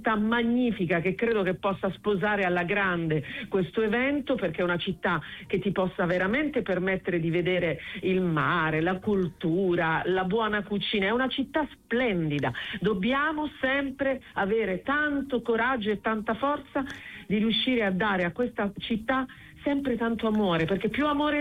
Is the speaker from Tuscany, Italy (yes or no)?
no; Taranto, Apulia, Italy; Taranto, non è che voglio dire, cioè, qualsiasi cosa io possa cantare, comunque rappresento Taranto. Sono tarantina, e poi devo essere sincera, mio padre è leccese, quindi voglio c'è tutta la nostra terra.